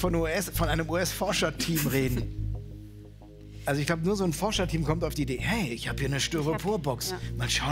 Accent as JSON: {"language": "German", "region": "Rhineland", "country": "Germany", "said": "Das ist jetzt auch ein schwerer, also als Rheinländer"}